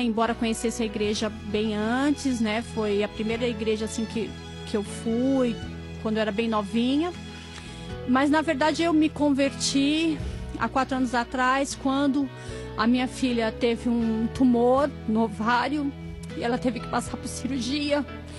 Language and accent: Portuguese; São Paulo, Brazil; eu sou de São Paulo, moro na rua Polinana Mari, número 126, no bairro do Brás.